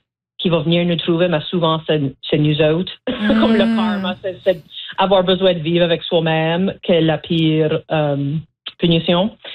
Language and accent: French; Petit-Ruisseau, Nova Scotia, Canada; Oui, so moi j'ai grandi à la baie Sainte-Marie. J'ai grandi au Petit-Ruisseau, qui est dans la région Clare. C'est la région acadienne au sud-ouest de la Nouvelle-Écosse.